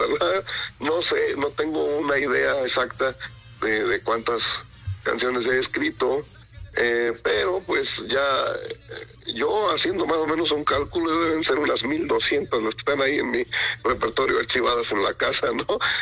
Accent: Zacualpan, Veracruz, Mexico; Tenemos uno de los carnavales más bonitos de la Huasteca en Zacualpan, Veracruz, con máscaras únicas, y justo por eso todavía ando un poco ronco, no nos hemos podido recuperar de la bailada de 4 días que nos aventamos por allá en mi pueblo.

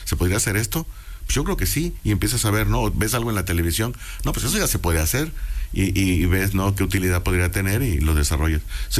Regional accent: Tres Valles, Veracruz, Mexico; yo todavía estaba en mi pueblo, en Tres Valles, Veracruz, uh-huh, así, estudiando, y ya a partir de las 8 ya me había ido a Jalapa a estudiar la preparatoria.

